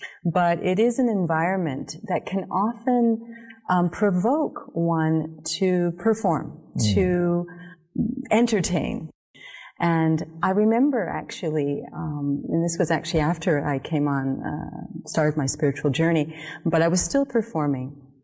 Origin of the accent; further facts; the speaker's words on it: Calgary, Alberta, Canada; Well, I grew up in Canada, in Calgary, Alberta, so out in the west.